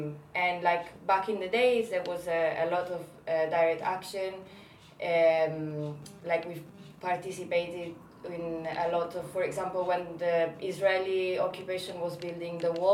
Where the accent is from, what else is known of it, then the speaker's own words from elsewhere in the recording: Italy; English is a second language; I'm an activist from Italy, and I've been with the International Solidarity Movement, or ISM, for a few years now.